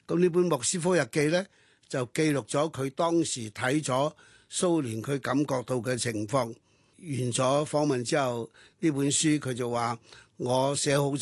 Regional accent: Hong Kong; 如果作為一個香港人北望神州

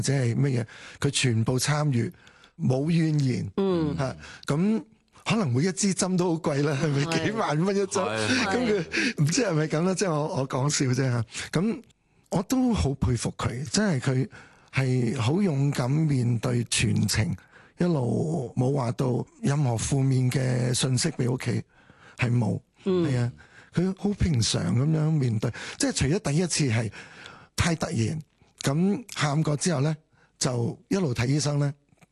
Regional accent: Shunde, Guangdong, China; 因為我係順德人嚟嘅，我煮嘢係別有一手嘅。

